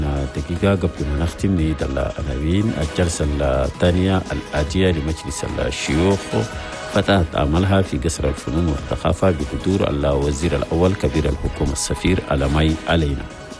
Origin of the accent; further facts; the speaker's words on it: Chad; بلدنا تشاد.